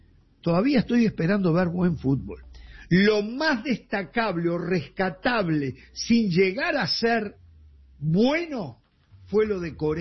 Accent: Uruguay; La FIFA, yo voy a hablar de mi pueblo, el uruguayo.

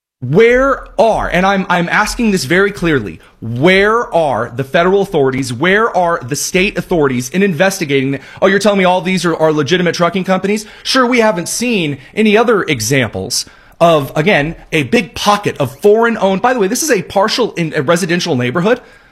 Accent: Indiana, United States; born there; my home state of Indiana.

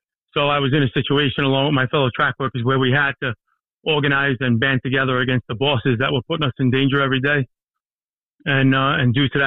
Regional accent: New York City, New York, United States; I'm from a place called Garrison Beach, a largely working class Irish neighborhood in southern Brooklyn. I still live here. I live right where my father grew up. Same address, same spot.

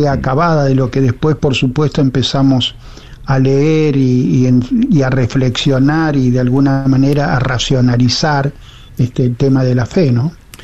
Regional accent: Pergamino, Buenos Aires Province, Argentina; Tomé la comunión porque mi ciudad natal en Pergamino, a los 7 años, nos hacían tomar la comunión

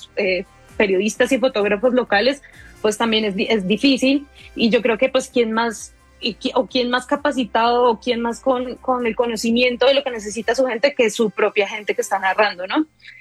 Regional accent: Bogotá, Colombia; yo soy de Bogotá

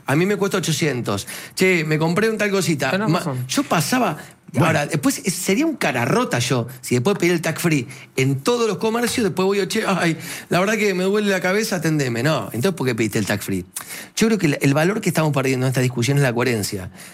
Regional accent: Argentina; nosotros como argentinos

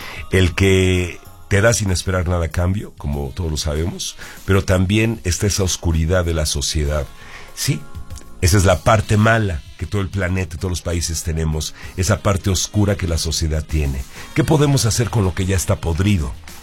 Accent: Mexico; por ser mexicanos

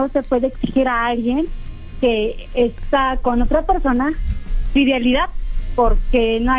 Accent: Iztapalapa, Mexico City, Mexico; Soy de Iztapalapa.

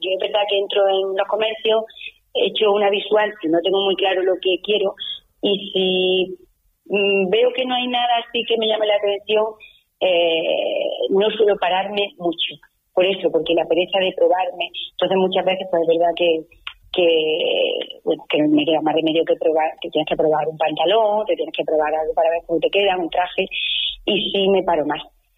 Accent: Linares, Andalusia, Spain; also born or lived in Granada / Madrid; mi infancia transcurrió aquí en Linares, y después cuando finalicé los estudios, en este caso de COU, pues una vez cuando probé selectividad, pues me fui a Granada a estudiar.

